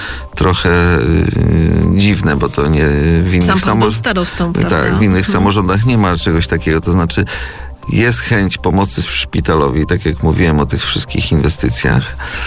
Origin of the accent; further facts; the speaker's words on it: Przasnysz, Masovian Voivodeship, Poland; now in Mława, Poland; Ma pani redaktor rację, że jestem z Przasnysza i tutaj z naszego okręgu, można powiedzieć, ale jestem też właścicielem od roku mieszkania w Mławie, także jestem mławianinem